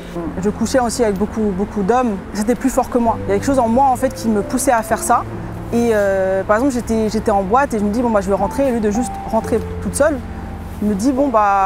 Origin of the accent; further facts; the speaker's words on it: Switzerland; also born or lived in England; je viens de la Suisse et voici mon témoignage. Je suis née en Suisse. D'une mère qui est moitié allemande, moitié anglaise et d'un père qui est suisse. J'ai grandi un peu en Angleterre, un peu en Suisse.